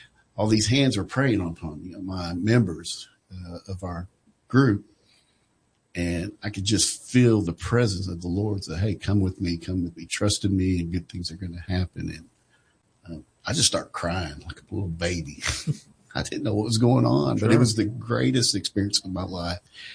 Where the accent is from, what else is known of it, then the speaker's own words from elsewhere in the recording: Jacksonville, Arkansas, United States; I grew up in Jacksonville with Arkansas Tech, played football there.